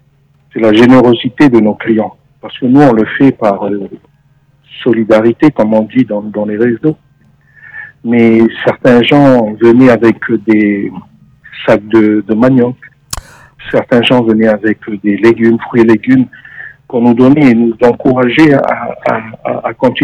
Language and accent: French; New Caledonia; born there; je suis calédonien de naissance, mais ayant voyagé un peu partout, à Tahiti, etc.